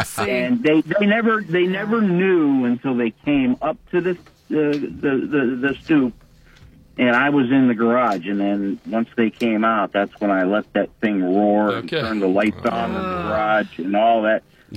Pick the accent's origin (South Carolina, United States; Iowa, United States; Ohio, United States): Ohio, United States; Cuyahoga Falls; Yeah. I grew up in Cuyahoga Falls.